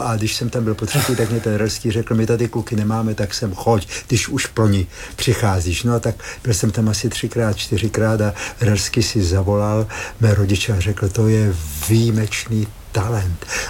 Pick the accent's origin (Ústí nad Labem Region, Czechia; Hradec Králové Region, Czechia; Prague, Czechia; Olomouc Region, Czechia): Olomouc Region, Czechia; Hranice; já jsem z Hranic na Moravě